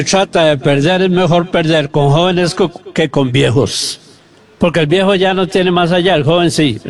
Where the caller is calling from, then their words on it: Costa Rica; como costarricenses